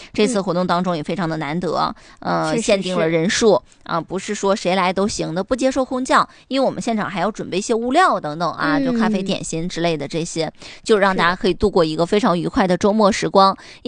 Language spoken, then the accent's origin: Chinese; Northeast China, China; 尤其是我们东北人